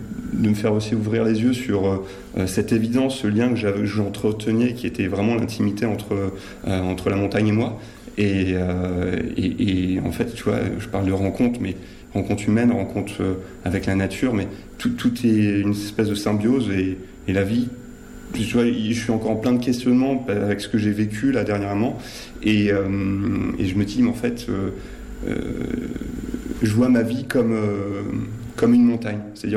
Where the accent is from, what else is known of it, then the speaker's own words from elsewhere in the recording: Normandy, France; born there; also born or lived in Hautes-Alpes; Alors je suis natif de Seine-Maritime, de Normandie. Mes parents ont été mutés dans les Hautes-Alpes.